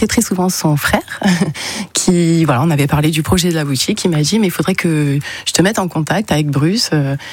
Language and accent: French; Mazan, Provence-Alpes-Côte d'Azur, France; Je suis native de Mazan